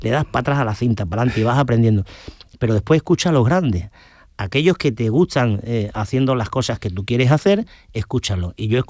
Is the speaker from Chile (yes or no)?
no; Ubrique, Andalusia, Spain